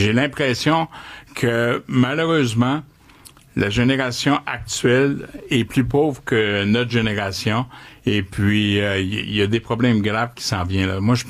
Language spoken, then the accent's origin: French; Quebec, Canada; je suis fier québécois